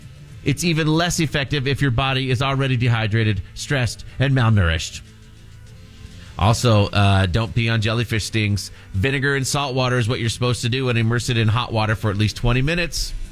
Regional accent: Seattle, Washington, United States; I remember growing up in Seattle

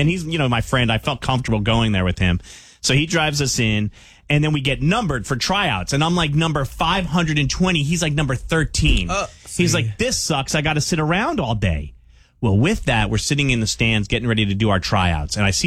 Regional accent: New York, United States; accent: New York; Listen to my New York accent, how thick it is.

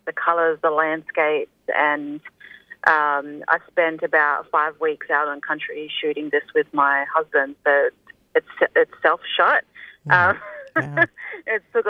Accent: Darwin, Northern Territory, Australia; Like, I'm originally from Gadamila, from Darwin. I've got ties to Jawin country in the Torres Strait. I'm here living on Kulin country, and I'm constantly yearning for country

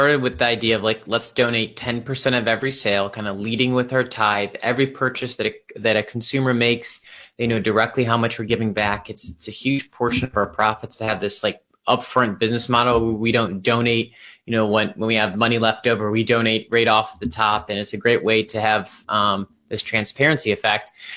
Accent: Cleveland, Ohio, United States; Cleveland native, grew up on the west side in Columbia Station near Strongsville, went to St. Ed's High School in Lakewood, went to college at Cleveland State University. Yeah, grew up there

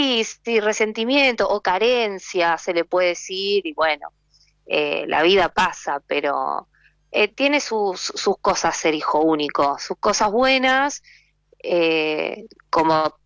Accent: Quilmes, Buenos Aires Province, Argentina; born there

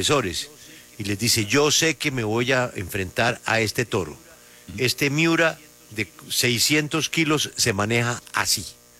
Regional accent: Colombia; mi patrimonio lo he construido como todo colombiano de bien, con créditos y con los ingresos laborales reportados a la DIAN.

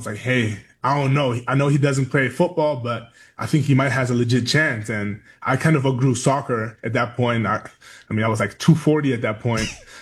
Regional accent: Bavaria, Germany; Yeah, actually, in the city, or like the small little town next to Munich, it was probably like 1,000 people or so.

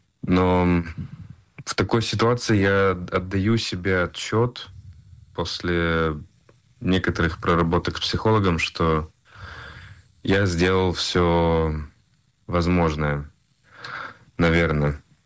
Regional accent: Russia; moved away as an adult; also born or lived in Israel / United States; я россиянин. Я 100% россиянин. Израильтянин, да.

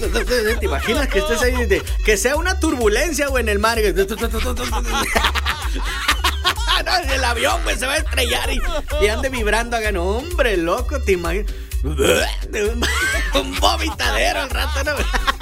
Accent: Mexico; Cómo somos los mexicanos.

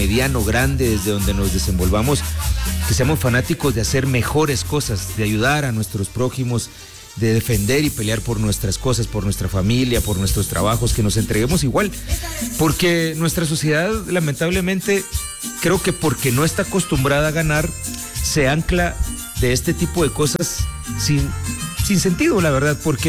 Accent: Guatemala

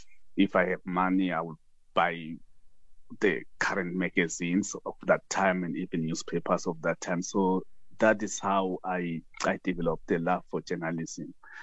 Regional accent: Dahakral, Mpumalanga, South Africa; I had just turned 19 years, 1997. But I grew up in Dahakral, a rural area south of Mpumalanga province on the border to KZN. The nearest town is Volksrust. That's where I grew up, so attending school there.

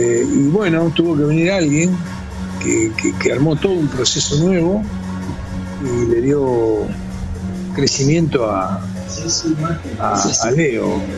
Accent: Argentina; este señor tiene que ser un ejemplo para nuestros jóvenes argentinos

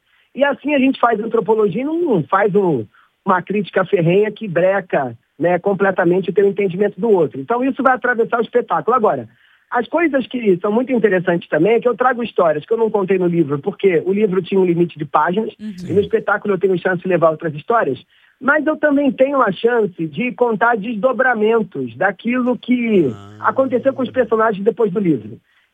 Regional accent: Rio de Janeiro, Brazil; now in São Paulo, Brazil; Eu sou carioca, hoje moro em São Paulo, mas estou animadíssimo para esse reencontro com a cidade, que é de onde eu saí, de onde eu formei boa parte do meu jeito de pensar, do meu jeito de falar

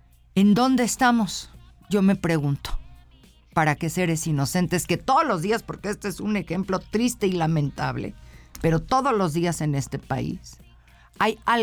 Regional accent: Mexico

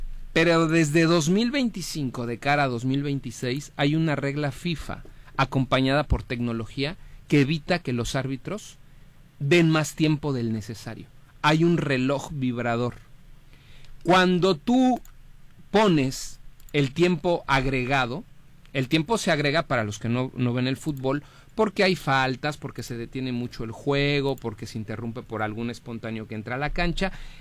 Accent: Mexico; Entonces, de verdad que es triste que como mexicanos estemos realmente echando para atrás lo que deberíamos de empujar hacia adelante.

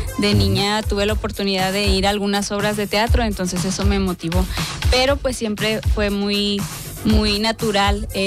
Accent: Ciudad Juárez, Chihuahua, Mexico; also born or lived in Puebla; mis papás migraron cuando yo tenía 4 años. Entonces, chiquilla, pues tengo ya toda mi vida aquí en Juárez.

